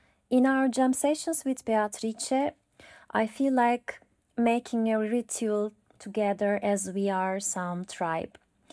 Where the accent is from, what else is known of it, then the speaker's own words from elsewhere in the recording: Turkey; English is a second language; now in Milan, Italy; I'm from Turkey and I live in Milan.